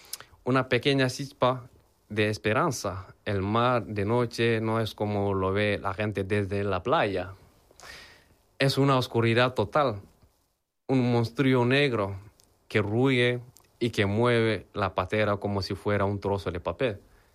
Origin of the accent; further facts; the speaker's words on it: Mali; moved away; Cuando me fui de Mali, hace 3 años, en un momento que quedarme ya no era una opción si quería comenzar a conservar mi vida y mi libertad. La solución en mi país se volvió insostenible